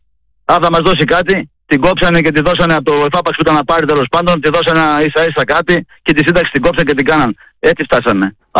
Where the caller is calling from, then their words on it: Katerini, Central Macedonia, Greece; έχω δρόμο στην Κατερίνη. Η πόλη της Λακούβας, αδερφέ.